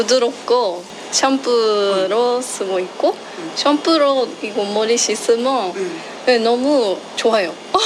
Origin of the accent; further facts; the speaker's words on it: Japan; Korean is a second language; moved away as an adult; now in Wonju, South Korea; 네, 저는 일본에서 온 … 여기서 13년째예요.